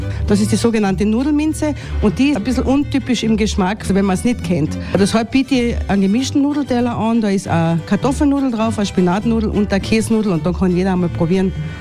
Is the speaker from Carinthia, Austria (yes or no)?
yes; Carinthia, Austria; Und bei uns in Kärnten darf ein Mädchen erst dann heiraten, wenn sie krändeln kann.